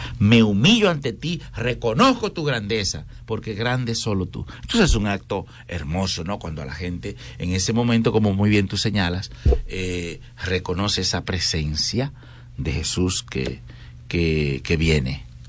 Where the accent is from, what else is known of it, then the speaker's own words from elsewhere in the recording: Santiago Rodríguez, Dominican Republic; A mí me gustan personalmente las procesiones porque de niño yo vengo de un campo de Santiago Rodríguez.